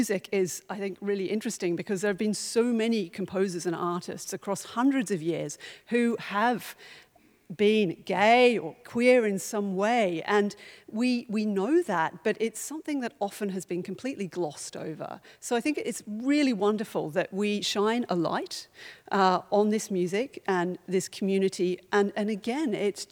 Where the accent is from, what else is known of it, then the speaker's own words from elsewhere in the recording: Australia; moved away; You might guess by my avals that I'm an Australian originally too.